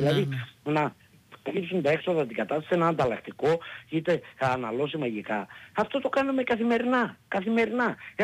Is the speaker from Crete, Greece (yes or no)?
yes; Crete, Greece; moved away; Εδώ είμαι κριτικός και εκεί Ροδίτης.